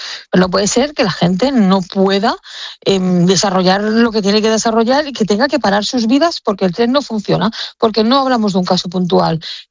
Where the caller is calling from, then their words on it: Tarragona, Catalonia, Spain; Yo vivo en Tarragona y trabajo en el puerto de Barcelona, en la zona portuaria.